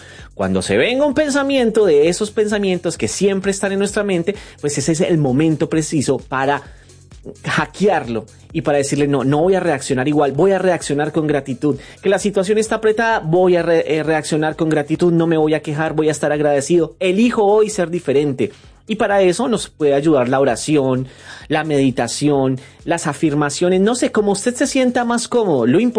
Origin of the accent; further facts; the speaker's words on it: Colombia; como decimos en Colombia, echando carreta, dando lora